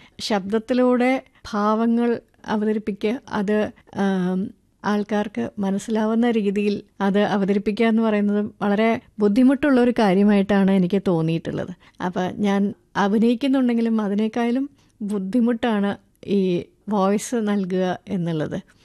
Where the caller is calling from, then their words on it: Thiruvananthapuram, Kerala, India; എന്റെ വീട് തിരുവനന്തപുരത്താണ്.